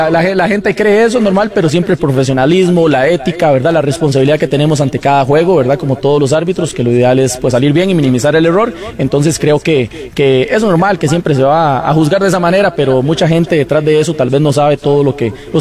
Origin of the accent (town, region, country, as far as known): Costa Rica